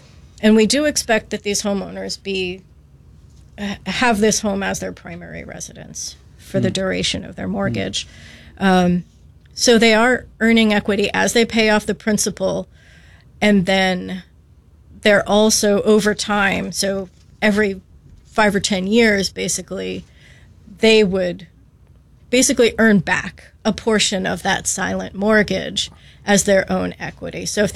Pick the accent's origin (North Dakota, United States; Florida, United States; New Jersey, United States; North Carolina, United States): New Jersey, United States; I'm from New Jersey, too.